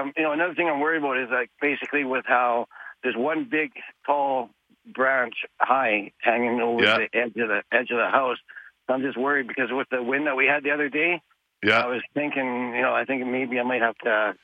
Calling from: Calgary, Alberta, Canada; Listen, I live in the Forest Lawn area

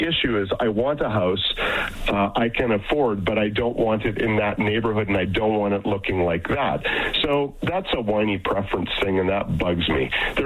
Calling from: Calgary, Alberta, Canada; And I'm calling from Calgary, so there's lots of houses, lots of housing that's affordable

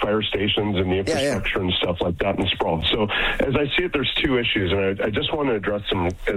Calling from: Calgary, Alberta, Canada; And I'm calling from Calgary.

